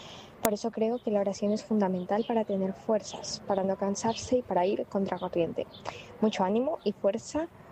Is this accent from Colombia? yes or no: yes; Colombia; gracias por el programa y por los invitados. Soy de Colombia